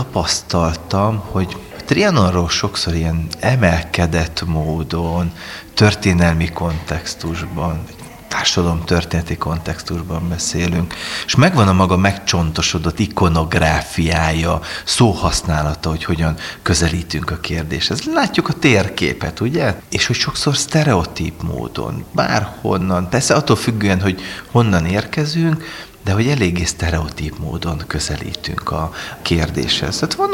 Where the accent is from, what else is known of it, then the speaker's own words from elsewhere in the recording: Subotica, Vojvodina, Serbia; moved away as an adult; now in Hungary; én Szabadkán nőttem fel, a régi Jugoszláviában születtem, és a 90-es évek Szerbiájában nőttem föl. Aztán egyetemista korom óta Magyarországon élek.